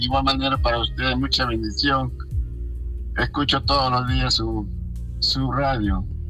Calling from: Lima, Peru

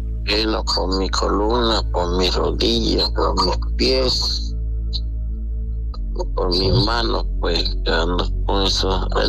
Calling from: Lima, Peru; de aquí de Breña.

